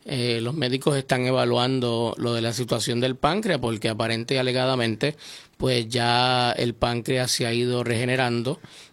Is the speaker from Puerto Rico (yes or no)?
yes; Aguadilla, Puerto Rico; Imagínate un muchacho ahí de la vía como yo, de aquí de Aguadilla.